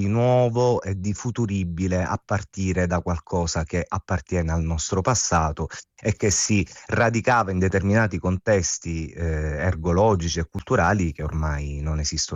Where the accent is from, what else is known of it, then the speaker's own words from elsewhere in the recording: Geraci Siculo, Sicily, Italy; now in Palermo, Italy; io invece provengo dalle Madonie, un piccolo paesino a 1000 metri d'altezza, si chiama Geracisiculo, ma ormai vivo da oltre 20 anni qui a Palermo, quindi diciamo sono più palermitano che, ecco, geracese.